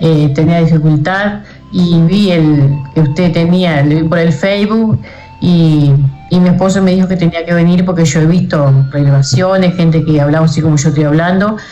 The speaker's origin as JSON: {"language": "Spanish", "town": "Villa Constitución", "region": "Salto", "country": "Uruguay", "said": "Soy de Constitución, Villa Constitución, Departamento de Salto."}